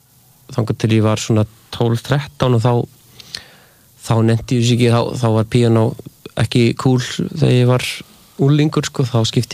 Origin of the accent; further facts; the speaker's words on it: Grenjaðarstaðir, Northeastern Region, Iceland; also born or lived in Skálholt / Reykholt, Biskupstungur / Germany / Reykjavík; ég flutti náttúrulega bara frekar mikið sem barn og því að ég hann elst upp á Grenjaðarstaðum svo er ég í Skálholti í Reykholtsskóla í Biskupstungum og svo er ég í Þýskalandi svo er ég aftur í Reykholtsskóla í Biskupstungum svo er Reykjavík